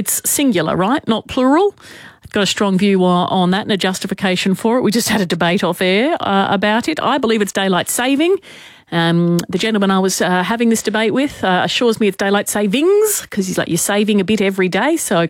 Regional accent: Queensland, Australia; moved away; I am a Queenslander by birth. If you have not heard me declare that before, I am a Queenslander by birth. So I spent my formative years there.

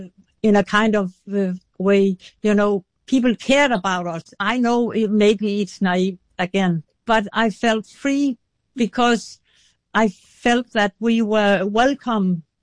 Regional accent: Denmark; We come from Denmark and maybe when we played a match, home, there were 50 people looking.

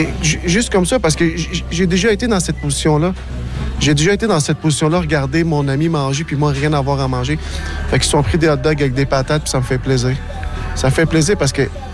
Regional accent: Verdun, Quebec, Canada; Dans Verdun. J'ai grandi dans Verdun. Je connais les difficultés que le... Que les Verdunois ou que les jeunes y ont eu, les jeunes, je les sens. Je les sens parce que j'ai vécu ici

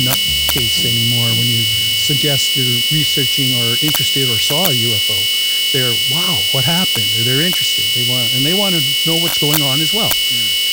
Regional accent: Winnipeg, Manitoba, Canada; now in Gimli, Canada

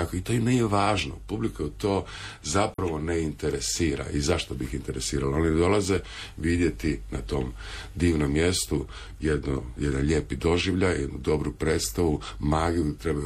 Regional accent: Osijek, Osijek-Baranja County, Croatia; now in Dubrovnik, Croatia; ja sam rodom iz Osijeka

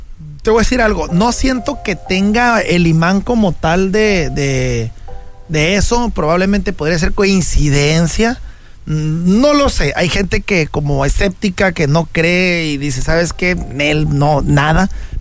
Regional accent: Mexico

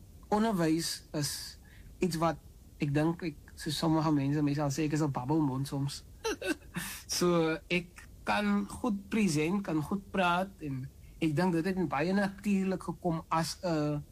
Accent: Macassar, Western Cape, South Africa; is 'n laaitie, soos ek nou sal noem, van Makassar en groot geword, skool gegaan, Oklahoma primair en dan hoërskool, Makassar hoër en ek het dan nie, soos hulle noem, in die blokke groot geraak, in die flats, en ja, baie plat op die aarde groot geword

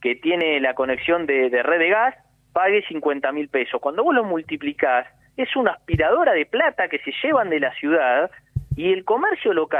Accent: Argentina; pero como argentino te indigna y te hace que es imposible no odiarlo a Milei, ¿no?

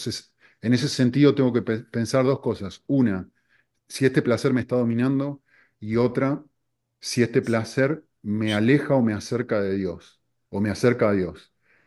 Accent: Argentina; soy argentino

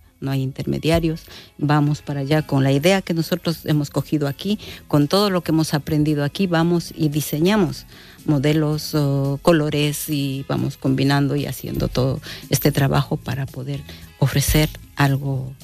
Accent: Imbabura, Ecuador; Sí, es, nosotros en... Digamos, en la zona de Imbabura, todo, hablamos el quichua.

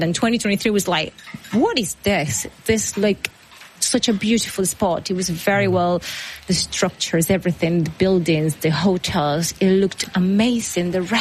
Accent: La Guaira, Venezuela; born or raised there; moved away

